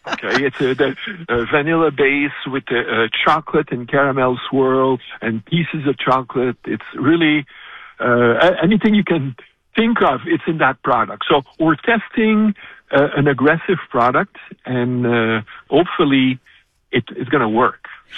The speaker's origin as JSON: {"language": "English", "country": "Canada", "said": "We don't like to think that as Canadian, but we have a great reputation."}